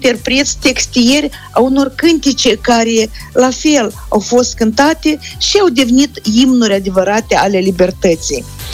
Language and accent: Romanian; Moldova